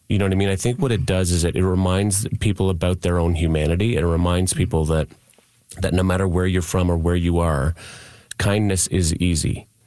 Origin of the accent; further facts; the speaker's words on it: Fredericton, New Brunswick, Canada; I'm from Fredericton originally. I'm a proud New Brunswicker. And I have always been proud to be from New Brunswick